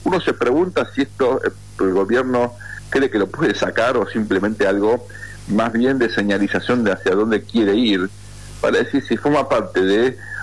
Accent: Buenos Aires, Argentina; lo digo siendo porteño

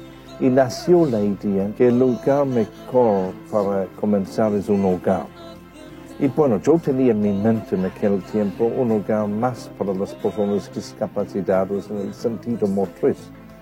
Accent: Ireland; Spanish is a second language; moved away as an adult; now in Argentina; Yo nací en el año 1950 y yo soy de una familia grande de 9 hijos. El ritmo de Irlanda de aquel tiempo fue bastante tranquilo.

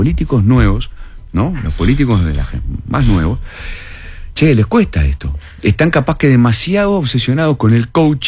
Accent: Uruguay; yo me crié en el Uruguay post dictadura políticamente

